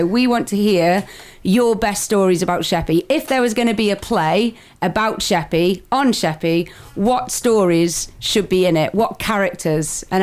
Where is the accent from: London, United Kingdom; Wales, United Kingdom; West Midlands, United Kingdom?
West Midlands, United Kingdom; Stoke-on-Trent; now in Kent, United Kingdom; I'm from Stoke-on-Trent originally, so just south of Manchester.